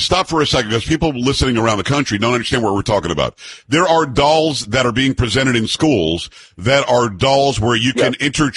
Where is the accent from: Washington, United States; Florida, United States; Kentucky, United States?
Florida, United States; It didn't happen where I grew up in Florida.